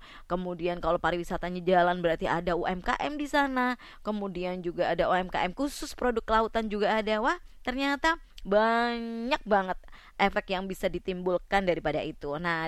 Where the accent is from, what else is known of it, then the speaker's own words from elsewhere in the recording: Banyuwangi, East Java, Indonesia; kita sebagai orang Banyuwangi